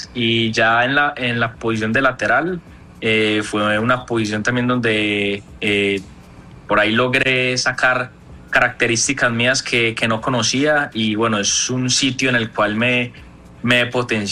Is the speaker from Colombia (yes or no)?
yes; Medellín, Antioquia, Colombia; No, señor, de acá de Medellín.